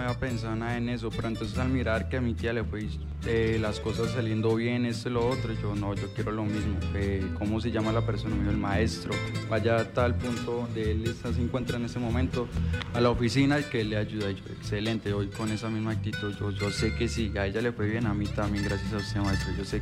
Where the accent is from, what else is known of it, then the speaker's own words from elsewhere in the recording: Cambao, Cundinamarca, Colombia; Yo vengo de Cambao, me pegué el viajecito hasta acá porque me recomendaron y pues vengo con toda.